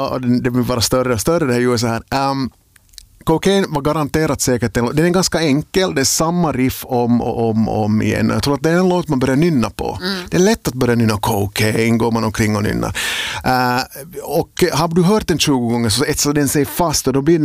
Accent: Finland; det här är inte bara något som vi finländare lider av förstås

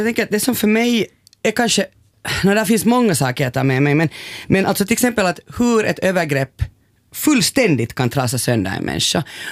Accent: Porvoo, Uusimaa, Finland; jag är uppvuxen i Borgå på 80-talet.

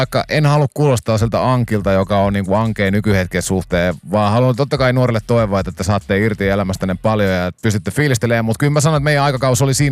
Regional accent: Kokkola, Central Ostrobothnia, Finland; Mä oon Kokkolasta siis.

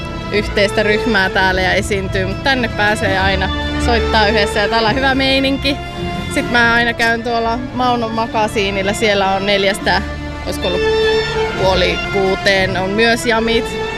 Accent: Raahe, North Ostrobothnia, Finland; oon Raahesta

